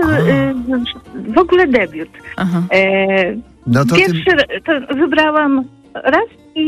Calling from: Warsaw, Masovian Voivodeship, Poland; Ja dzwonię z Warszawy. Z warszawskiej Pragi, lekko zamglonej, zachmurzonej, ale pięknej, zielonej.

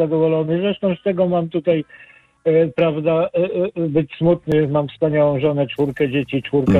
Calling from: Ślesin, Kuyavian-Pomeranian Voivodeship, Poland; nie szczególnie miasto, to jest wioska, Ślesin, Kolonakła, Kujawsko-Pomorskie.

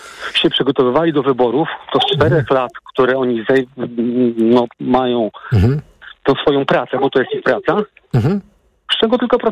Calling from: Malbork, Pomeranian Voivodeship, Poland; Bo ja mieszkam w Malborku, często jeżdżę do Gdańska

